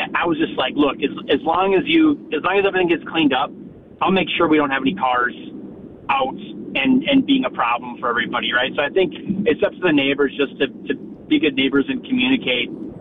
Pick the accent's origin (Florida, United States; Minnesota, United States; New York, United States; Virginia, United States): Minnesota, United States; Moorhead; now in West Fargo, United States; Well, when I moved over there, and I grew up on the Minnesota side in Moorhead